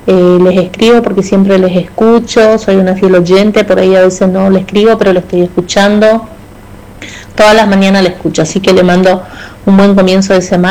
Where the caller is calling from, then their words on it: Argentina; Yo vivo en Villa Cristian … vivo en Almirante Brown, cerca del Club Independiente